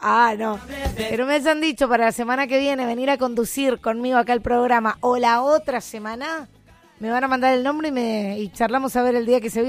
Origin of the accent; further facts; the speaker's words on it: Argentina; Hoy somos todos Argentina